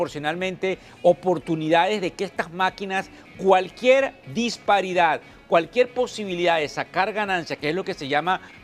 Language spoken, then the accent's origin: Spanish; Venezuela; Como ustedes saben, yo soy el venezolano de la Tribuna de Negocios Televisión.